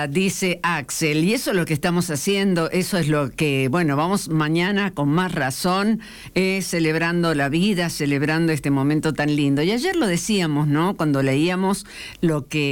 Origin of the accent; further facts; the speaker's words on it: Argentina; Somos todos argentinos